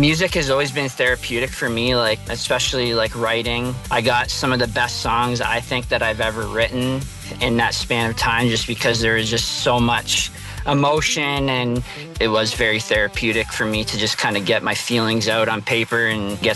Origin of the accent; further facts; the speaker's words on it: Windsor, Ontario, Canada; now in Harrow, Canada; Yeah, so I'm from Windsor, born and raised, and then I moved out to Harrow a couple years ago and been out there for about 3 years now.